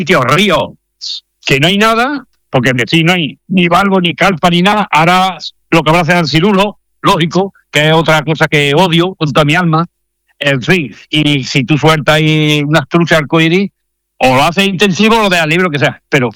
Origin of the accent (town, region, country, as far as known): Córdoba, Andalusia, Spain; born or raised there; moved away as an adult; now in Logroño, Spain